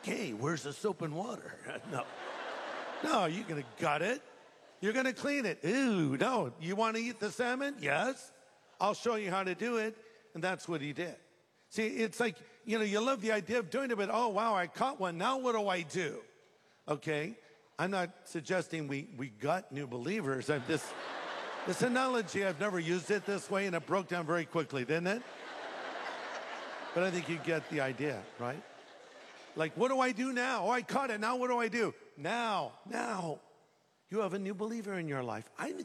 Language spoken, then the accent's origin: English; California, United States; He's a great fisherman and outdoorsman. I'm not. I'm from California.